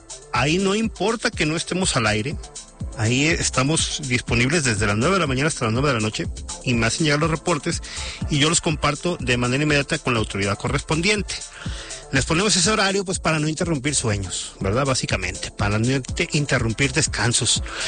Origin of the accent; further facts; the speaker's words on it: Mexico; así somos los mexicanos